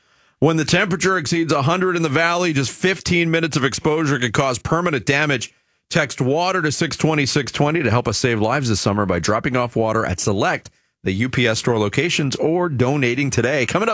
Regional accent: Pennsylvania, United States; I grew up outside of Philadelphia.

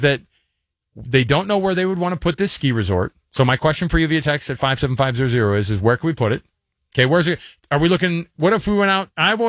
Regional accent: Salt Lake City, Utah, United States; oh, just right here in Salt Lake.

